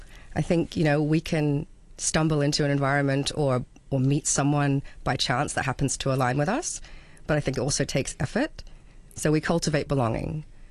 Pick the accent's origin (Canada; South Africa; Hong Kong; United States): Hong Kong; My parents and their New Zealand culture has definitely shaped me, but also growing up in Hong Kong, I had a British education and I had friends from all over.